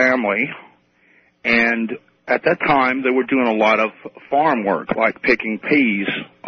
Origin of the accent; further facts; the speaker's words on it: Alabama, United States; now in Burlington, Vermont, United States; I'm originally from Alabama, but now I live in Burlington, Vermont.